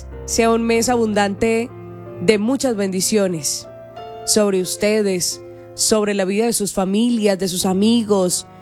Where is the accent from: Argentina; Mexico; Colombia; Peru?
Colombia